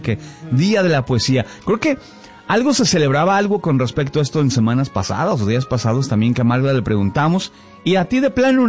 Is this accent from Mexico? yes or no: yes; Toluca, State of Mexico, Mexico; born there; moved away; Yo tenía yo 15 años o 16, tenía yo 16 años, ahí en Toluca.